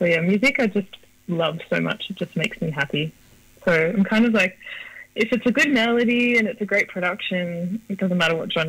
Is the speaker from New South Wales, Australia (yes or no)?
yes; Wollongong, New South Wales, Australia; But I was born and raised on Darawa country in Wollongong. So I've got a bit of the river girl ancestrally, and then I love the ocean as well because I grew up there.